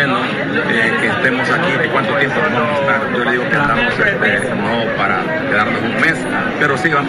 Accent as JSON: {"language": "Spanish", "country": "Honduras"}